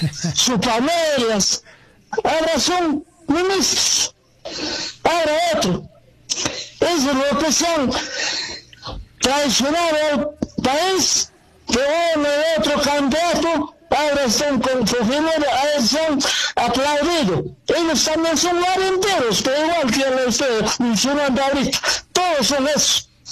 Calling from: Peru; estoy llamándome desde la provincia de Moco

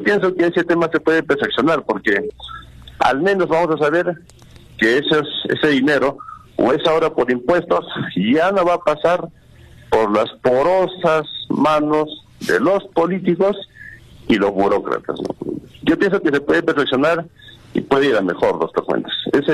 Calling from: Juliaca, Puno, Peru; de Juliaca.

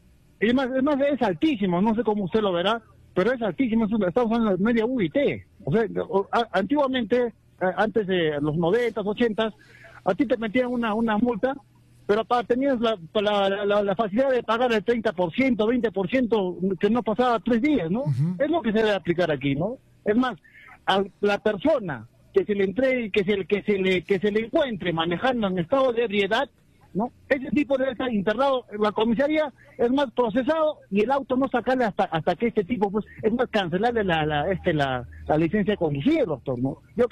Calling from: Juliaca, Puno, Peru

